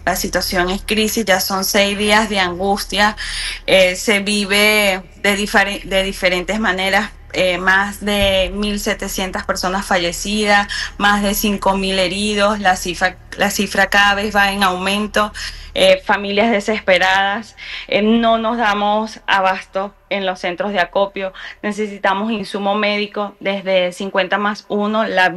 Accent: Venezuela; Somos los mismos venezolanos

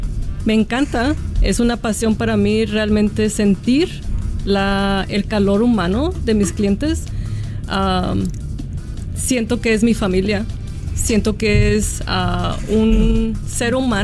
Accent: Jalisco, Mexico; now in Aurora, United States; Soy mexicana. Soy de Jalisco, eso. Con más exactitud. la típica jalisciense, ¿no? Uh-huh. Vivo en Aurora.

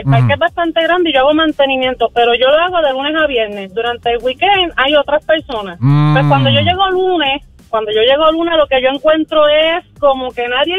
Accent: Puerto Rico; now in Pennsylvania, United States; Entonces, soy la única boricua ahí dentro. Todos los demás son americanos.

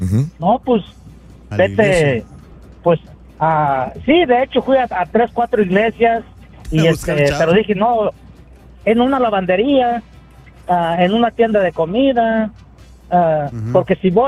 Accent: Michoacán, Mexico; Yo soy de Michoacán, soy paisano de Cheque, González

